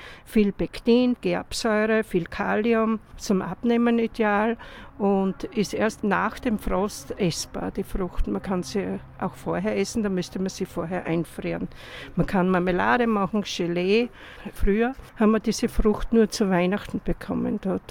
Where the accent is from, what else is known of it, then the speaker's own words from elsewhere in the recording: St. Anna am Aigen, Styria, Austria; weil ich komme auch aus Jam bei St. Anna am Aigen.